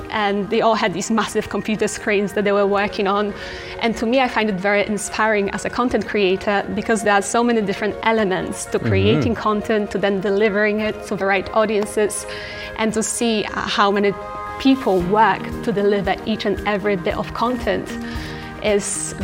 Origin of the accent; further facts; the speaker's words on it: East of England, United Kingdom; I'm from Hertfordshire.